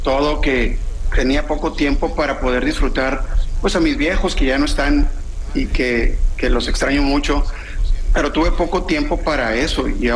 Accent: Sonora, Mexico; moved away as an adult; also born or lived in Mexico City; yo tengo buen rato que me salí de mi tierra. Yo me salí de aquí, de mi tierra, en el 97.

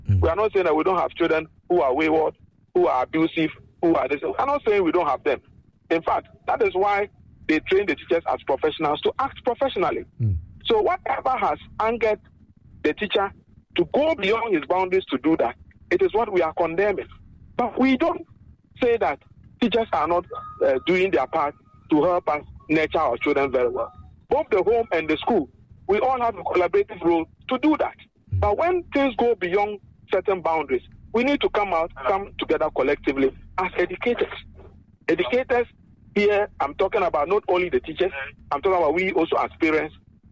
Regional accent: Ghana; as Ghanaian parents, we unequivocally condemn this act of violence

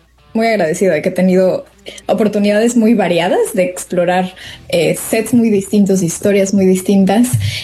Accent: Mexico; para mí llego muy bien parada como mexicana a este género, porque digo, bueno, nosotros somos los reyes

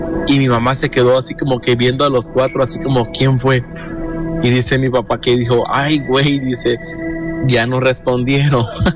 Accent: Tonalá, Chiapas, Mexico; now in Omaha, United States; estoy aquí en Omaha, Nebraska. Soy del estado de Chiapas. del municipio Tonalá, Chiapas, zona costera, frontera con Guatemala. Ahí está su humilde casita, cuando gusten.

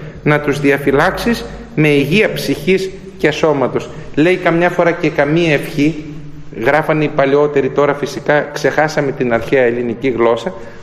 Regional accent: Eastern Macedonia and Thrace, Greece; moved away; Έχουμε στην πατρίδα μου επάνω τη Θράκη

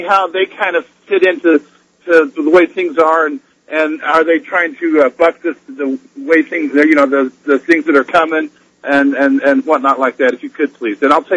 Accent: West Virginia, United States; now in Salt Lake City, United States; I know that that's my home state

